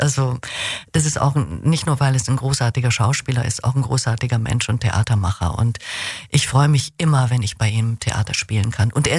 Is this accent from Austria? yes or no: no; Hungary; first language Hungarian; German is a second language; Es liegt daran, dass meine Muttersprache Ungarisch ist.